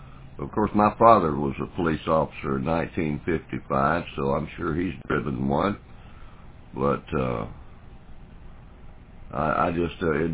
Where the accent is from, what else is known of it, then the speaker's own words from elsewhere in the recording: Mobile, Alabama, United States; I grew up in Mobile. I was a city boy